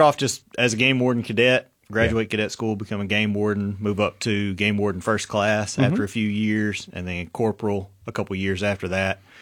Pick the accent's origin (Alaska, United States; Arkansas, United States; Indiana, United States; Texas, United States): Arkansas, United States; Paragould; That's where I grew up. Left for a few years. Went to college over in Tennessee at Freed-Hardeman, and then came back.